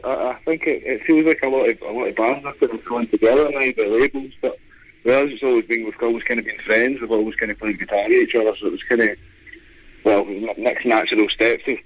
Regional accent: Scotland, United Kingdom; We're just travelling down to London. We're from Scotland.

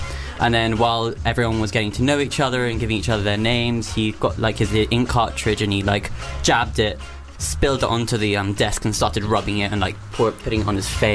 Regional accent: United Kingdom; We're Brits

